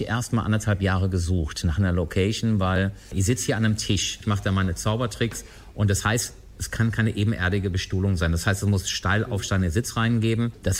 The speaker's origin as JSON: {"language": "German", "town": "Cologne", "region": "North Rhine-Westphalia", "country": "Germany", "said": "Also ich komme ursprünglich aus Köln, habe damals in Köln BWL studiert"}